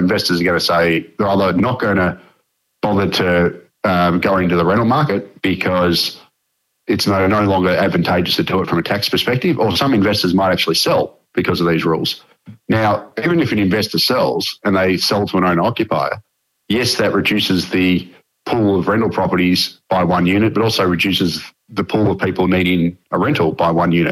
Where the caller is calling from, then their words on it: Melbourne, Victoria, Australia; I'm actually calling from Melbourne, right? So I live in Melbourne.